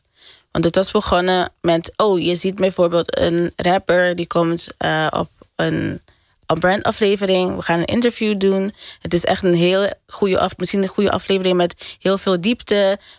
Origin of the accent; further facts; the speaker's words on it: Curaçao; En vooral, ik denk, wij komen uit Curaçao. Dus ik kan alleen vanuit mijn perspectief van Curaçao praten.